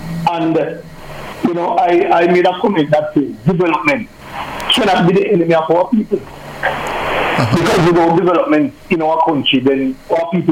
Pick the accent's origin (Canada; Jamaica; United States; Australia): Jamaica; I am a Jamaican